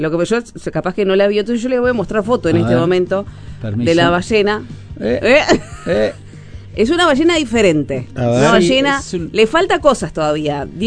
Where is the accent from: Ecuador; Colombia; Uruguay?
Uruguay; Y como buen uruguayo...